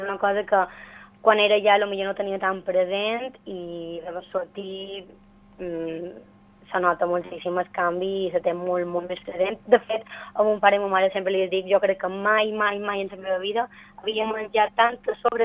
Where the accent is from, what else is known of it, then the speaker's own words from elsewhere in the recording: Balearic Islands, Spain; moved away as an adult; now in Madrid, Spain; jo soc mallorquina, però no m'havia plantejat escriure en mallorquí